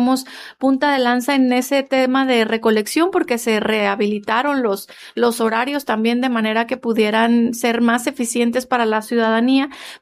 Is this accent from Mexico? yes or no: yes; Mexico; tenemos como mexicanas y mexicanos